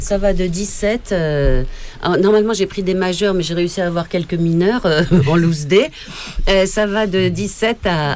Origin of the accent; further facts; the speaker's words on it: Tulle, Nouvelle-Aquitaine, France; Moi, je viens de Tulle, en Corrèze